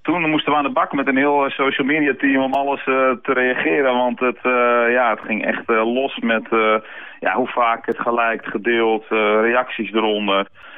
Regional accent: Netherlands; dat wij als Hollanders zeg maar dat bij het Oranje gevoel konden integreren.

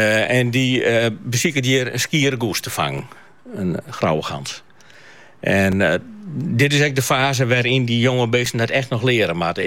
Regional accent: Friesland, Netherlands; Nou ben ik een Fries

